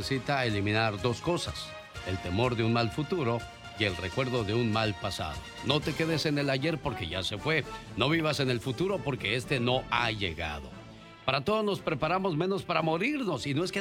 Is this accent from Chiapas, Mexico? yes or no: no; Tijuana, Baja California, Mexico; moved away; Gente preciosa de Mexicali, porque un día salí de Tijuana, pero Tijuana nunca salió de mí.